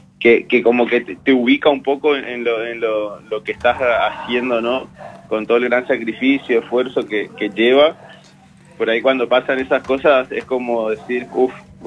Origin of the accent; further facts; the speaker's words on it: Corrientes, Argentina; Actualmente trabajo en la ciudad de Corrientes. Soy correntino.